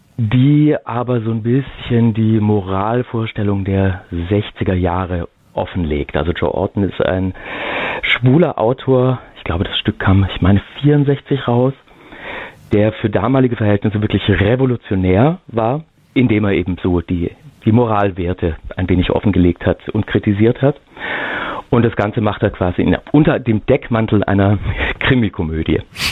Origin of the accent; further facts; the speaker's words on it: Stuttgart, Baden-Württemberg, Germany; Dann gab es in Stuttgart, wo ich herkomme, einen Theaterjugendclub an einem professionellen Kinder- und Jugendtheater.